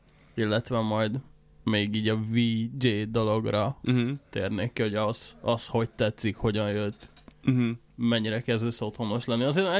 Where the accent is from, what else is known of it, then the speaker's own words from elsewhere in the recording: Győr, Győr-Moson-Sopron, Hungary; Győrben nőttem föl